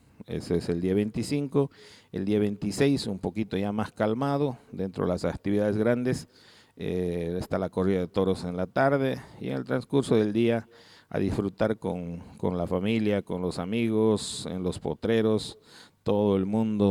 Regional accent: Pasorapa, Cochabamba, Bolivia; no porque sea pasorapeño

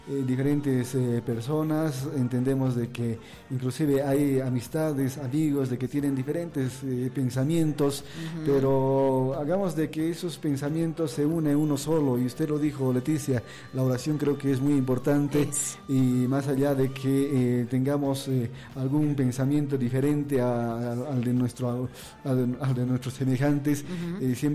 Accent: Potosí, Bolivia; como bolivianos, como potosinos

